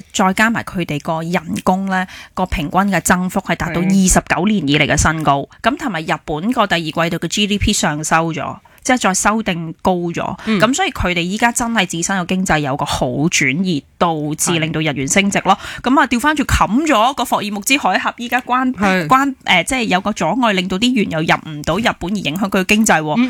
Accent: Hong Kong; 我哋香港人好勤力，

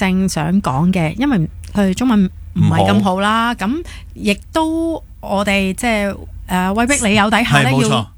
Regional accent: Hong Kong; 我哋香港人

